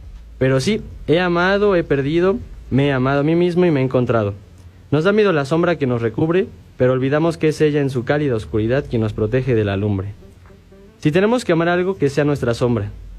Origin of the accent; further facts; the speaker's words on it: State of Mexico, Mexico; now in Pachuca, Mexico; Bueno, soy originario del Estado de México, pero radico en Pachuca.